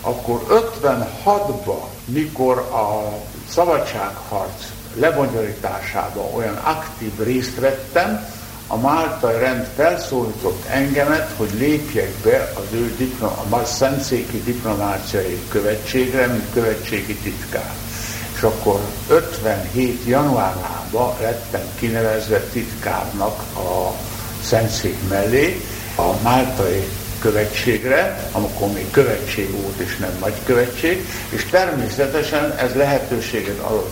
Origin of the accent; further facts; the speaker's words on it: Hungary; moved away; én a magyar vagyok